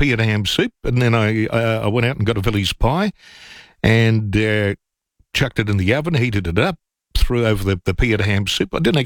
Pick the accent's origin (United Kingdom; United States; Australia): Australia; Yeah, being Australian, I would say it's the Australians, because the pavlova was named after Anna Pavlova.